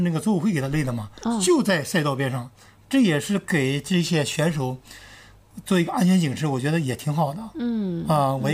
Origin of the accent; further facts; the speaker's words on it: China; 别人都说我是疯子，是全世界人没有干的事情，我们中国人干了吗？